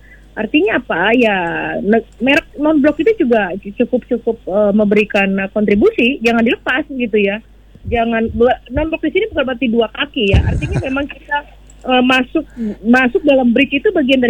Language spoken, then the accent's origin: Indonesian; Indonesia